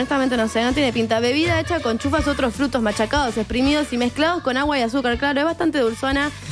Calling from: Montevideo, Uruguay; de Flor de Maroñas.

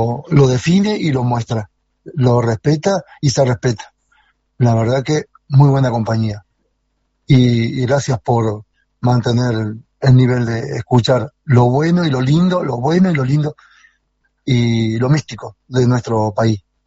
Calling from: Uruguay

